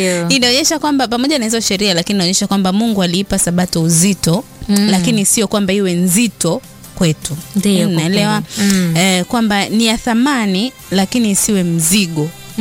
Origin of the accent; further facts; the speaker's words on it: Kigoma, Tanzania; Watu wa Kigoma tumechangamka.